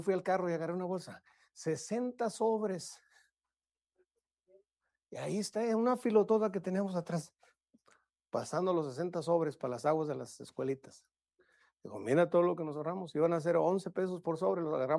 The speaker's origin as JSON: {"language": "Spanish", "town": "Monterrey", "region": "Nuevo León", "country": "Mexico", "said": "Somos regios"}